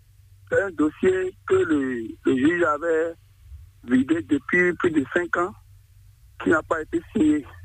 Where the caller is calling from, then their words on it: Abomey-Calavi, Atlantique, Benin; je vous appelle de Calavi, dans la Zoupa.